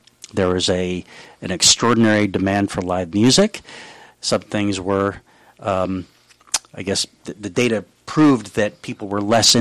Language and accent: English; Boston, Massachusetts, United States; I grew up in Boston, and you know, there's so much, of course, of a Northeast influence in the area too.